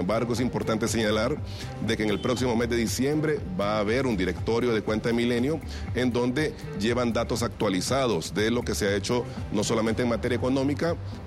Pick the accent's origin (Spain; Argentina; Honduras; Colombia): Honduras; nosotros como hondureños